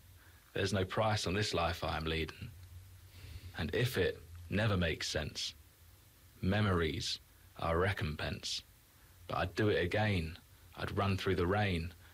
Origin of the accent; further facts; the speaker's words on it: England, United Kingdom; Well, growing up in England